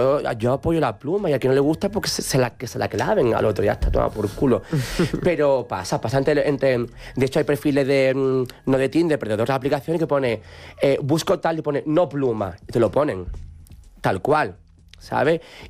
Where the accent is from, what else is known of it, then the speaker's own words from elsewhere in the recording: Andalusia, Spain; Yo soy súper ateo, yo el mundo de la Semana Santa no me gusta, siendo andaluz no me gusta.